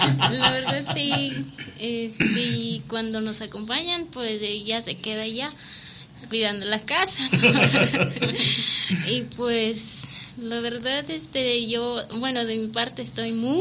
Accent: Mezquital, Durango, Mexico; Soy originaria de Tolalampa, Mezquital, Durango. Actualmente, pues, seguimos viviendo allá. Y pues, también … su nombre, que también es originario, pues, actualmente de Tonalampa.

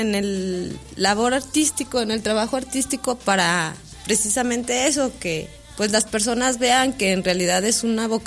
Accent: Durango, Mexico; Mi compañero es de Culiacán y yo soy de aquí, de Durango.

